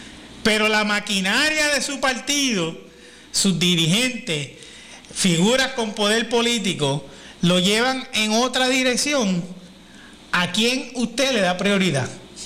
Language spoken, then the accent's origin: Spanish; Puerto Rico; El país y Puerto Rico y mi gente y mi pueblo por sobre todo.